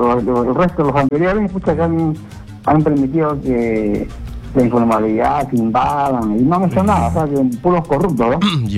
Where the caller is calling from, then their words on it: Lima, Peru; De Vitarte. Ate Vitarte.